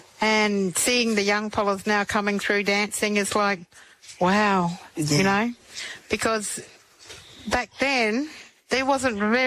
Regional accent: Carnarvon, Western Australia, Australia; moved away as an adult; now in Roebourne, Australia; because me as an Aboriginal person growing up in Carnarvon

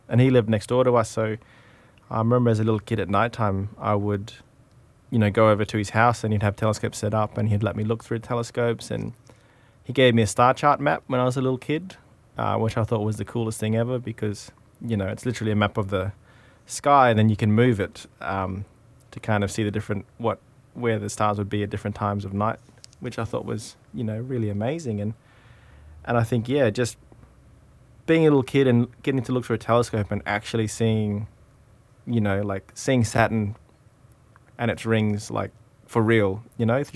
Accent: Broome, Western Australia, Australia; But I guess now too, like being Broome people, growing up in Broome and like most other Broome people, you know, we kind of live our lives around the tides

